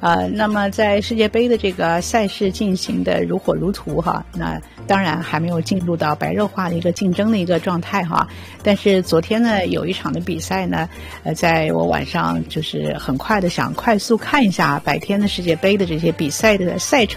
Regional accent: China

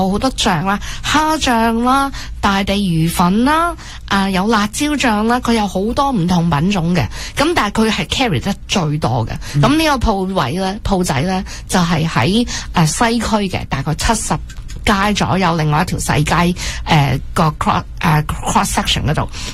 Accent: China; 我哋中國人咧飲茶嗰陣時候咧，係飲出去飲茶。

